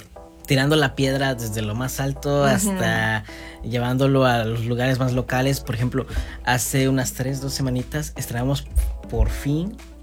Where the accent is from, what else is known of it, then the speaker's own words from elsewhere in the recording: Mexico; nuestra cultura como mexicanos, Día de Muertos, es pues una de las tradiciones más importantes de México